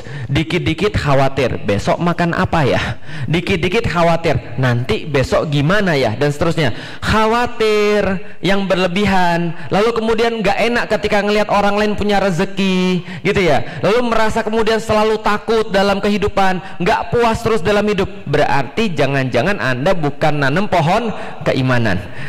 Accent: Bogor, West Java, Indonesia; born there; Makanya kalau saya lahir di Bogor, karena itulah saya jadi orang yang jahat.

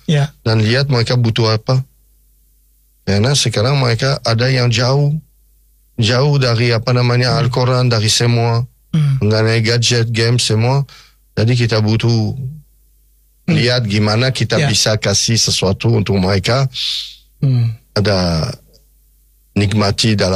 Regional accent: Nouvelle-Aquitaine, France; moved away; ada 17 kilo dari kampung saya, kok, dari kampung. Saya bilang kampung. Sekarang bukan kampung lagi, dulu kampung

